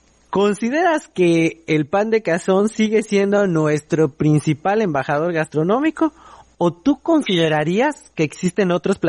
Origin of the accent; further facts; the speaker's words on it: Campeche, Mexico; eso también nos pasa a veces a los campechanos